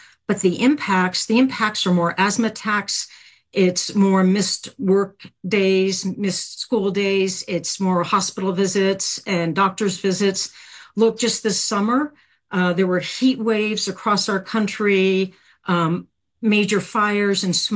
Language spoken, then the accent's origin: English; Colorado, United States; Here in my home state of Colorado